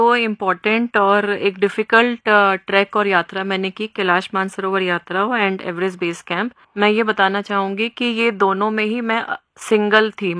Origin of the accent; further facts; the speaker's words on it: Panipat, Haryana, India; moved away; also born or lived in Delhi / Tripura; मैं पानीपत हरियाणा से बिलोंग करती हूँ, मेरी एजुकेशन दिल्ली में हुई है और नौकरी के तौर पे मैंने त्रिपुरा राज्य में, हरियाणा में मैंने काम किया।